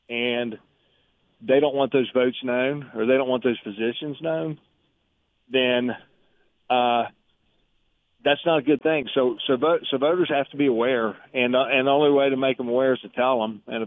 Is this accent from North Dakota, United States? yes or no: no; Pax, West Virginia, United States; my hometown of Pax